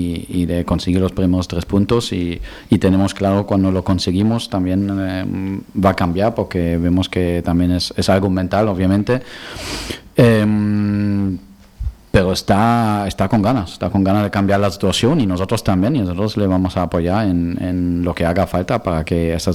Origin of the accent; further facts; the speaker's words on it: Balearic Islands, Spain; Somos baleares, que ya sabemos cómo es caer y levantarse